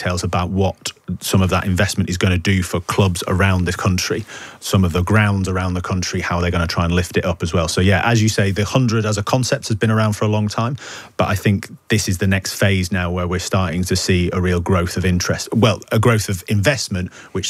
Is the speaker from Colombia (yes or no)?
no; the north of England, United Kingdom; accent: northern English